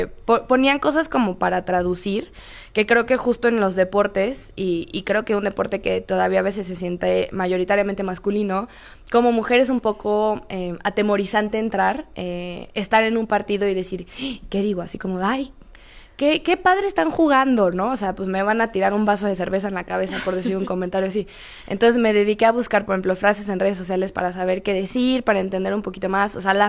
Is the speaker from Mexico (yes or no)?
yes; Mexico; mi ADN como mexicana